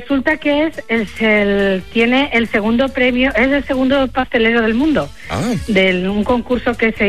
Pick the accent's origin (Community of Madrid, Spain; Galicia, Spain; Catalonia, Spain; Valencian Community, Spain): Valencian Community, Spain; Oliva; Pues mira, es un olivense, porque yo soy de Oliva y él también es de Oliva